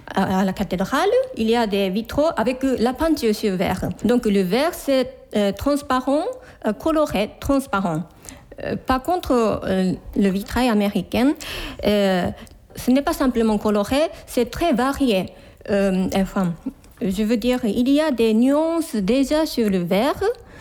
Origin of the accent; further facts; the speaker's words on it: Akita, Japan; French is a second language; moved away as an adult; now in Corrèze, France; je suis originaire de Akita au Japon. Et je suis vitrariste, je travaille à Lyotre en Corrèze.